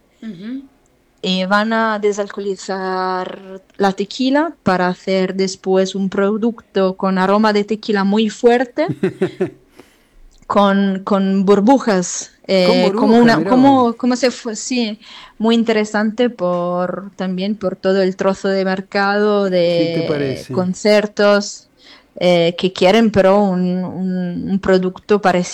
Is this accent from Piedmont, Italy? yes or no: yes; Turin, Piedmont, Italy; Torino, el centro.